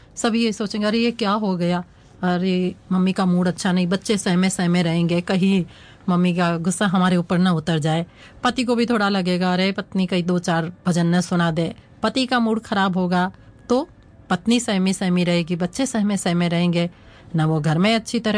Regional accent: Rajasthan, India; हम तो राजस्थान की मिट्टी में बड़े हुए हैं, पले बड़े

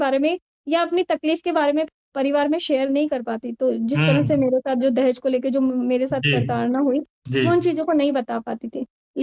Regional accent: Ajmer, Rajasthan, India; मैं अजमेर राजस्थान से हूँ और मैं जिस समाज की महिला हूँ, पहले तो मैं अपने बारे में बताऊंगी कि जिस समाज से आती हूँ, मैं मुस्लिम तबके से आती हूँ, मुस्लिम तबके की महिला हूँ मैं।

